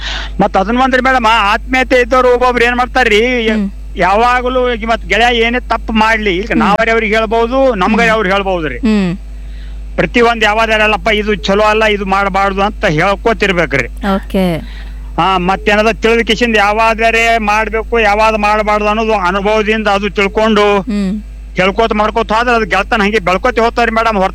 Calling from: Bijapur, Karnataka, India; ಬಿಜಾಪುರ್ ಜರ ತಂಪಾಗ್ಯಾದ್ರಿ ಮೇಡಮ್, ನಿನ್ನೆ ಜರ ಮಳೆ ಆಗ್ಯಾದ್ರಿ ನಮಗ ಬಿಜಾಪುರ್ಕ.

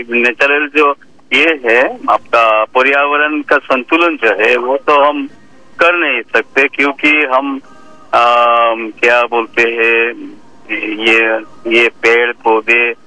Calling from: Ramkrishna Nagar, Assam, India; और मेरा गांव का नाम है राम कृष्ण नगर, डिस्ट्रिक्ट भूमि असम से तालुका है।

